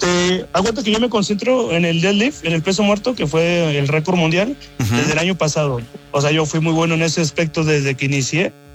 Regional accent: Ciudad Victoria, Tamaulipas, Mexico; Pero yo soy originario de Tamaulipas.

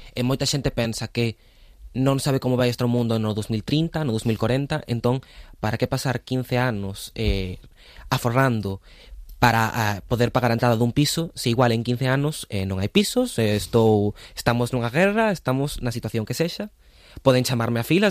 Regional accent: A Coruña, Galicia, Spain; Sí, a ver, eu son coruñés e, por exemplo, meus pais, a primeira vez que se mudaron foi a un piso de protección oficial

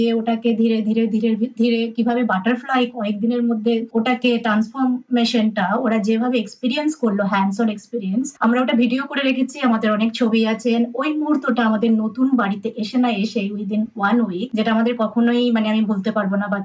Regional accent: India; now in Adelaide, Australia; আমরা যারা মানে এখানে যারা বড় হচ্ছি, বিশেষ করে অ্যাডিলেডে, আর আমাদের চাইল্ডহুড কেটেছে ইন্ডিয়াতে

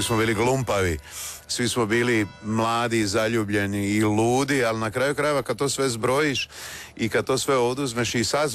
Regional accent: Slavonia, Croatia; ti si tu rođen, ti tu živiš

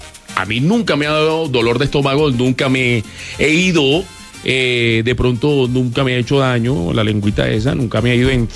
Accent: Colombia

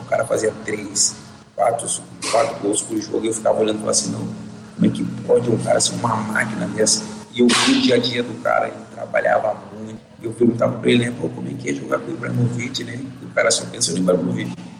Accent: Brazil; moved away as an adult; also born or lived in Japan; Não pode cantar, cara, sou brasileiro.

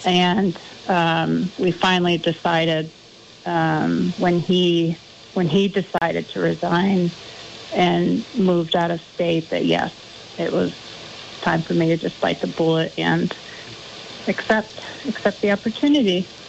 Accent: Clarendon, Vermont, United States; now in Mendon, United States; I am a Vermonter. I grew up in Clarendon, Vermont. We moved to Mendon in 2014, right before my youngest daughter was born.

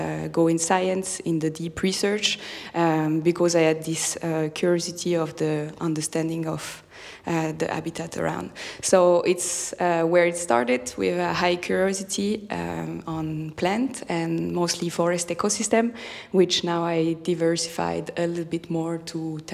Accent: Grand Est, France; English is a second language; also born or lived in Netherlands; So I started my research next to my hometown, so in the northeast of France

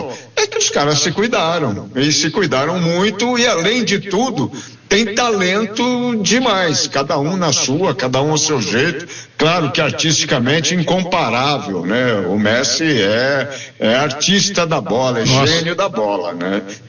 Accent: Brazil; não sei se só para nós que somos brasileiros, né?

